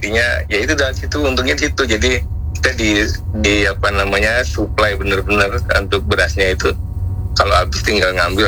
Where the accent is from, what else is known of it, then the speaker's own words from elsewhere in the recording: Indonesia; moved away as an adult; now in Japan; kalau kita kan orang Indo ya.